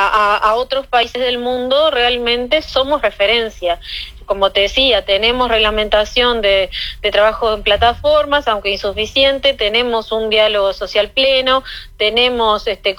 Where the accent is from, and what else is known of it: Uruguay